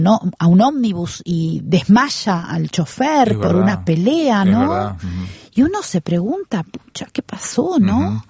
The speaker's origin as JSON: {"language": "Spanish", "country": "Uruguay"}